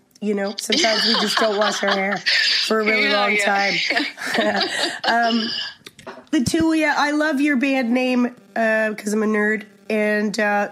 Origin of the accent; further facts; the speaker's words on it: Cape Breton, Nova Scotia, Canada; You do a lot of, I'm from Cape Breton, so I love me a benefit, you know?